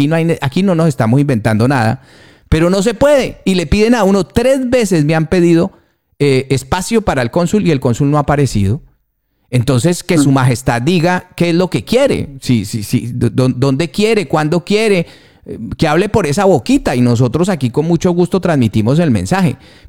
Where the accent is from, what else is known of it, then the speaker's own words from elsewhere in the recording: Colombia; now in Spain; Somos colombianos los que estamos metidos en esto.